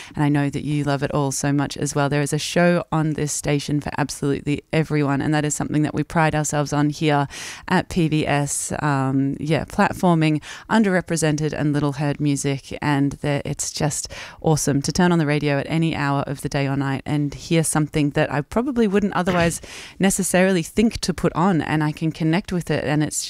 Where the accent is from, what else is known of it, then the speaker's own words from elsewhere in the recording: Castlemaine, Victoria, Australia; Castlemaine, hey, my hometown